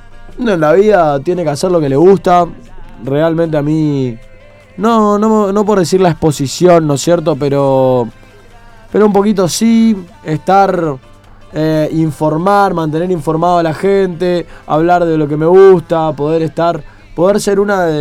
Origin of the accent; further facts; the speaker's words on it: Misiones, Argentina; Yo soy de Misiones, no tiro ni para los azules y blancos ni para los celestes.